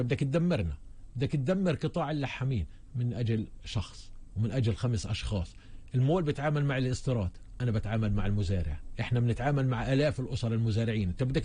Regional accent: Palestine; now in West Bank; انا من 48 مهجر في داخل الضفة الغربية، انا جزء من فلسطين، ماني جزء من الضفة الغربية، انا محافظ على لجوئي ومحافظ على لجوئي في داخل الضفة الغربية

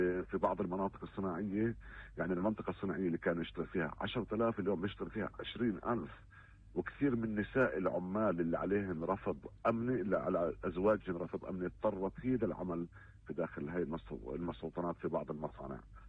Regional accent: Palestine; يعني احنا كفلسطينيين كمان

